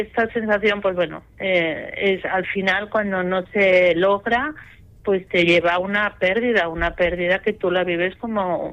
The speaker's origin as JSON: {"language": "Spanish", "town": "Barcelona", "region": "Catalonia", "country": "Spain", "said": "esto me lo llevo yo a mi tierra. Y entonces fue cuando se me ocurrió eso, montar la web, hacer una web como punto de encuentro y crear un grupo de ayuda mutua aquí en, bueno, mi ciudad, que es Barcelona"}